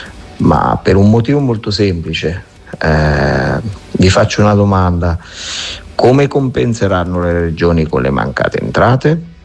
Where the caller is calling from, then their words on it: Ravenna, Emilia-Romagna, Italy; da Ravenna.